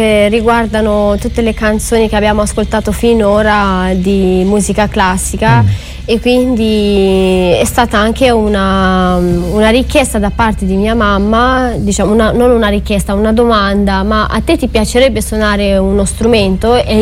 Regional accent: Romania; born or raised there; Italian is a second language; now in Italy

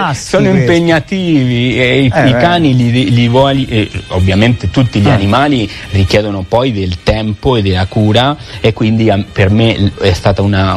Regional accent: Argentina; No, io sono argentino italiano.

